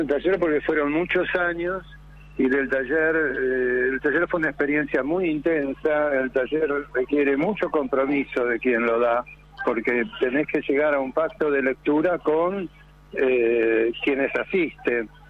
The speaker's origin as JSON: {"language": "Spanish", "region": "Buenos Aires", "country": "Argentina", "tie": "born or raised there", "said": "yo tengo 78, Víctor Hugo. Cuando yo era pibe, yo nací en Mataderos, en un barrio de calle de tierra, y nadie leía en el barrio."}